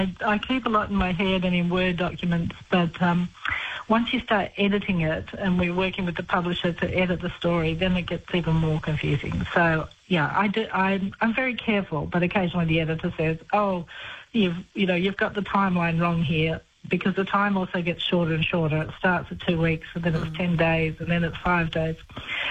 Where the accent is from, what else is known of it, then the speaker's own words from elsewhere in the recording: Bathurst, New South Wales, Australia; also born or lived in Canberra; Yes, I grew up just outside Bathurst.